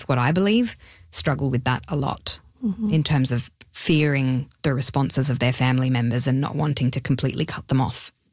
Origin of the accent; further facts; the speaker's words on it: Sydney, New South Wales, Australia; first language Hebrew; English is a second language; moved away; I'm from Sydney, Australia originally, and I was born from Israeli parents. So I grew up speaking Hebrew